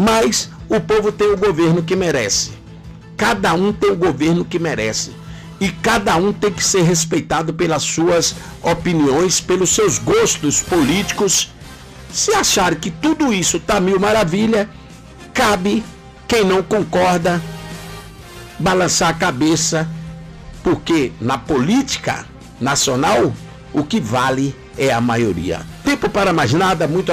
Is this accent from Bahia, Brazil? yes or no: yes; Bahia, Brazil; Eu, sinceramente, como baiano